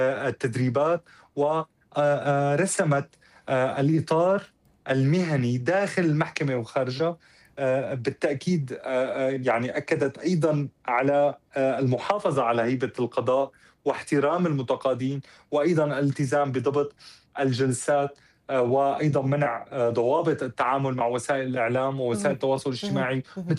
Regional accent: Syria; نعانيه كلنا كسوريين وسوريات

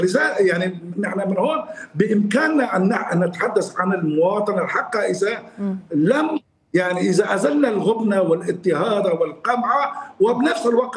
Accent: Syria; يعني حتى الآن القرار المحكمة تطلع باسم الشعب العربي السوري، وأنا سوري يعني ما عم بيطلع باسمي

